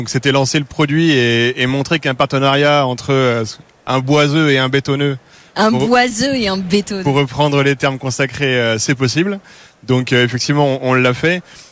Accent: Strasbourg, Grand Est, France; je suis de Strasbourg, j'ai décidé de quitter l'Alsace pour venir ici pendant 3 jours.

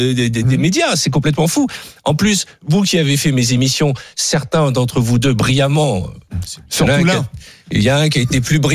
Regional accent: France; c'est parce que je suis français et juif

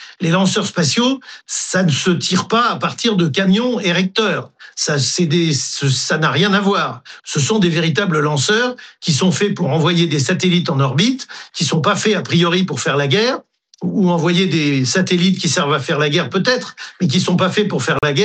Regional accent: French Guiana, France; comme Kourou chez nous en Guyane

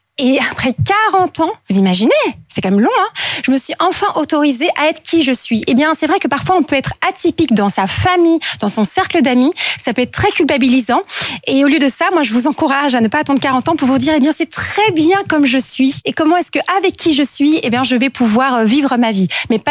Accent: Belgium

